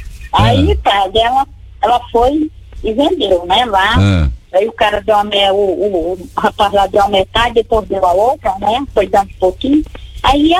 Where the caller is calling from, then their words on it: Mucajaí, Roraima, Brazil; Eu falo aqui de Roraima, mas no estudo de Mucajaí.